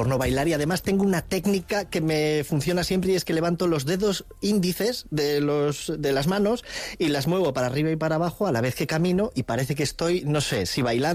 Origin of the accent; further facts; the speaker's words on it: Priaranza del Bierzo, Castile and León, Spain; now in Valladolid, Spain; en mi pueblo, que es Priaranza del Bierzo, es un pequeño pueblo de 200 habitantes en el Bierzo, en la provincia de León